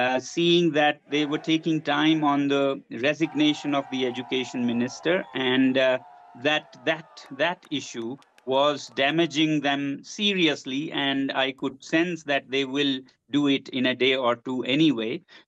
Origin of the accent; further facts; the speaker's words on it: Ladakh, India; because I come from Ladakh, where there were protests and there were 4 people killed